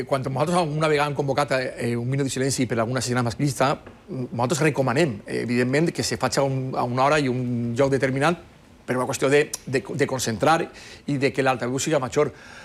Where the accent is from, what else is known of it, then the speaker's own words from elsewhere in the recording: Ceuta, Spain; per a poder expressar la seva solidaritat al meu poble de Ceuta.